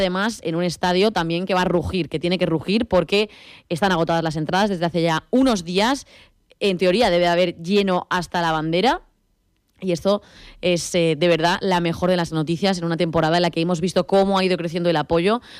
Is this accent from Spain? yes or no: yes; Andalusia, Spain; ojalá que disfrutemos, pues eso, de que somos andaluces, de que estamos viviendo fútbol